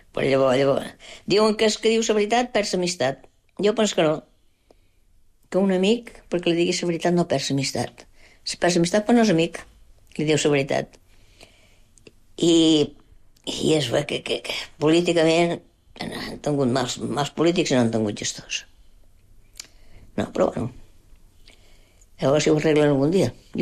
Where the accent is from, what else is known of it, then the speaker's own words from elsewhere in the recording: Balearic Islands, Spain; born there; Jo, de Menorca, jo he nascut a Menorca